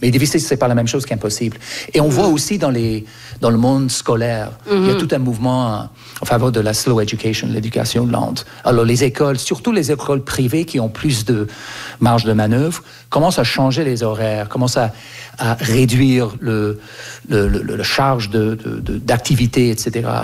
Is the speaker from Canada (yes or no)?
yes; Canada; moi j'ai grandi au Canada et quand j'avais 4, 5, 6 ans, il y avait un bus